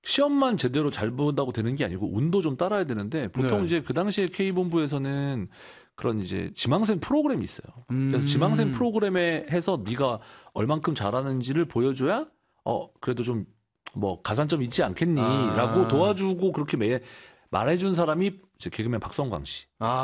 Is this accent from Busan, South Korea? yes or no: no; Yeongju, North Gyeongsang, South Korea; 경북 영주 저희 고향에 내려오지 말라고 했었습니다.